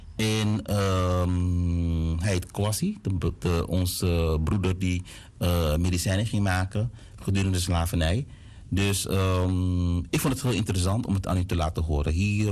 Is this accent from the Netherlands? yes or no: no; Suriname; born there; maar ik ben in Suriname geboren, niet getogen.